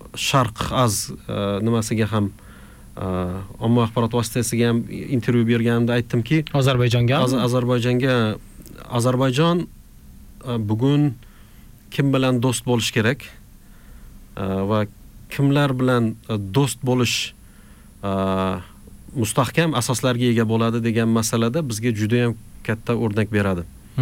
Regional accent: Khorezm Region, Uzbekistan; Nima Sanjarbek, men o'z Xorazmdanman-ku. Urganch shevasi bilan Azerbayjon tili o'rtasida deyarli farq yo'q.

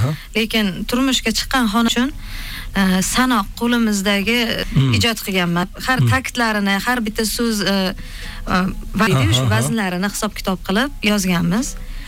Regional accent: Changi, Tashkent Region, Uzbekistan; also born or lived in Parkent; Toshkent viloyati Parkent tumani Changi qishlog'ida tug'ilganman. Qomiy ko'chasida. Birinchi bo'lib 4-chi maktab, musiqa maktabi Parkentdagi o'zi bittagina bo'lardi u paytda. 4-chi sinfdan o'sha maktabga borib o'qiganman.

